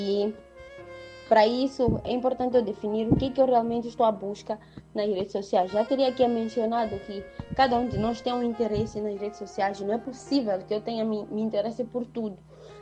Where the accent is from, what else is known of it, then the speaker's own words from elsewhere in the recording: Mozambique; Nós crescíamos aqui no nosso país, por exemplo, aí estou a falar de Moçambique, que é onde eu conheço, nós crescíamos e crescemos até os 12, 13, 14 anos e até mais